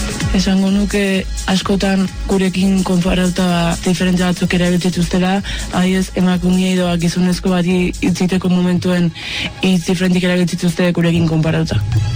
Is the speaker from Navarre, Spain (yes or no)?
no; Azpeitia, Basque Country, Spain; 16 urte dauzket eta Azpeitiarra naiz.